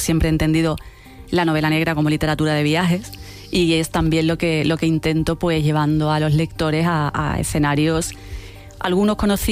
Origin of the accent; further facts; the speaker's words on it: Seville, Andalusia, Spain; Yo soy de Sevilla, sí, desde donde os hablo.